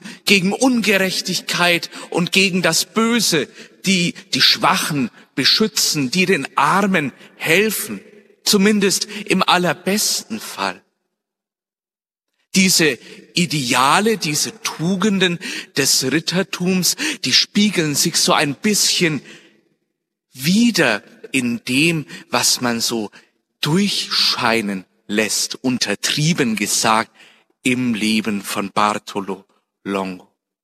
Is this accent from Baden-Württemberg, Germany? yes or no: no; Nuremberg, Bavaria, Germany; Meine Heimatstadt ist sozusagen geprägt von mittelalterlichen Gebäuden, von der großen Geschichte der Freien Reichsstadt. So bin ich da als Junge aufgewachsen und natürlich als Nürnberger Kind